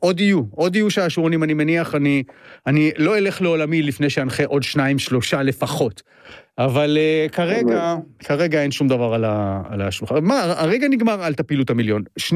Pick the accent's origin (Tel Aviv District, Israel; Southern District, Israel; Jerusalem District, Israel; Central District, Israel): Jerusalem District, Israel; Jerusalem; moved away as an adult; אני ירושלמי פעם, עד גיל 18 הייתי ירושלמי